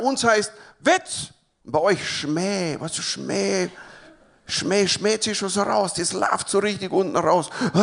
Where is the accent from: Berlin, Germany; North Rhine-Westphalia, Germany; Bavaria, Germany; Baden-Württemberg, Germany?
Bavaria, Germany; Und ich bin mit einem Schmäh aufgewachsen. Weißt du, wir Bayern